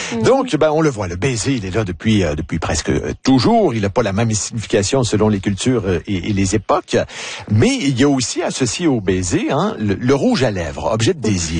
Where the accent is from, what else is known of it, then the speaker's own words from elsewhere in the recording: Quebec, Canada; French kiss, qui va devenir chez nous, au Québec, on dit le necking.